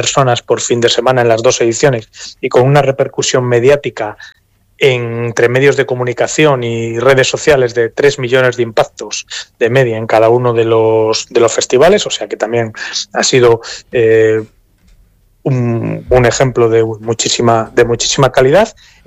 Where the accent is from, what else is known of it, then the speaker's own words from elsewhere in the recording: Torrelavega, Cantabria, Spain; para los que somos de Torrelavega de toda la vida